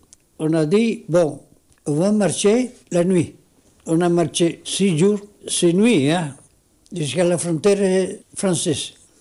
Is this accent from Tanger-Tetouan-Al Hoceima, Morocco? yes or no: yes; Tetouan, Tanger-Tetouan-Al Hoceima, Morocco; moved away as an adult; si je retourne chez moi, à Tétouan